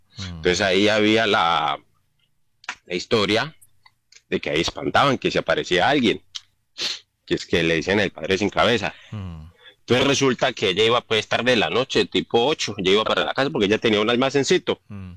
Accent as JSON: {"language": "Spanish", "town": "Yolombó", "region": "Antioquia", "country": "Colombia", "said": "nosotros somos del municipio de Yolombó."}